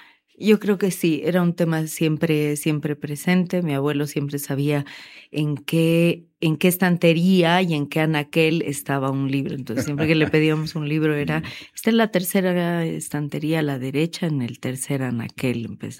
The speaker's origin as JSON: {"language": "Spanish", "region": "La Paz", "country": "Bolivia", "tie": "born there", "also_born_or_lived": "Moscow", "said": "yo nací en Moscú y me trajeron mis papás muy, muy chiquita, los 7 meses aquí, me quedé con mis abuelos mientras mis papás terminaban su especialidad en Moscú."}